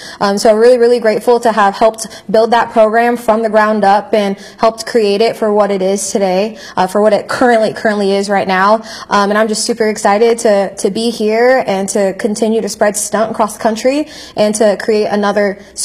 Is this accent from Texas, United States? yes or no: no; California, United States; moved away as an adult; now in Huntington, United States; So I'm originally from California, lived in California my entire life. Only time I moved out of the state was to move here to Huntington, West Virginia to take this job, actually.